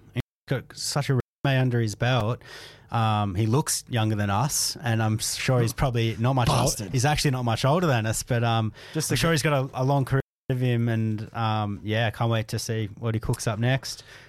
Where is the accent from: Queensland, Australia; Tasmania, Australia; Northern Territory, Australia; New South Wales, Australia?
New South Wales, Australia; Byron Bay; born there; I was born in Byron, but I moved away when I was one, and I moved back when I was five.